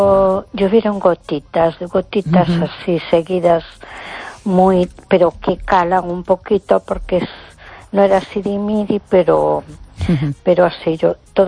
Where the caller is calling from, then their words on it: A Coruña, Galicia, Spain; de Coruña.